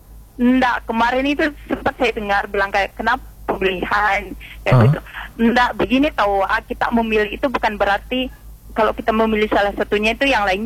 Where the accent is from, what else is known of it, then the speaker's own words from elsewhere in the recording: Sabang, Aceh, Indonesia; karena kalau kita pergi mengurus itu Kak, di daerahku.